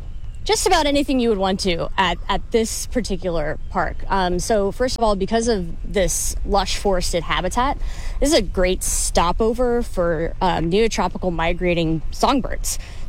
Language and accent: English; Kingwood, Texas, United States; I grew up not far from here at all. I grew up in Kingwood